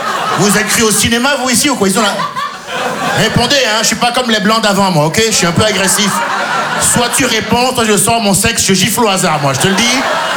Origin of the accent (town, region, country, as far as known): Benin